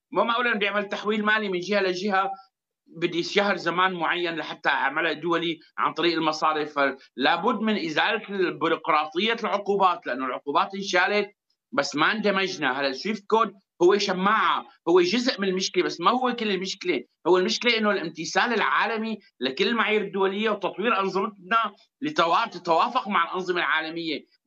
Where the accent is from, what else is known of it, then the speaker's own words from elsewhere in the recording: Syria; نحن كسوريين